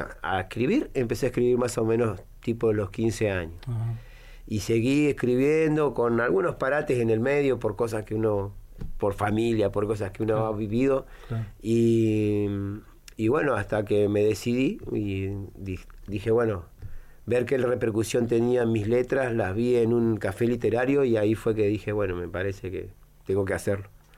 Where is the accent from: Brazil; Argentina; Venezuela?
Argentina; Río Gallegos, Santa Cruz; De acá, de Río Gallegos. Nací.